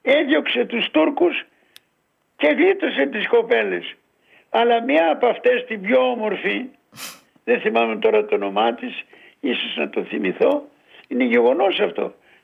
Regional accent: Thessaly, Greece; εγώ που είμαι Θεσσαλός

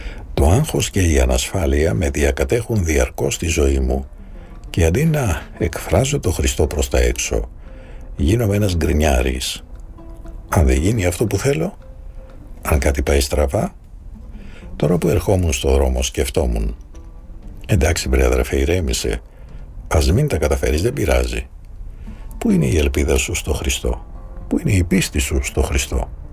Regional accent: Kalamata, Peloponnese, Greece; στον κόσμο που ζω, στην πόλη μου την Καλαμάτα, τα προβλήματα πάνε και έρχονται.

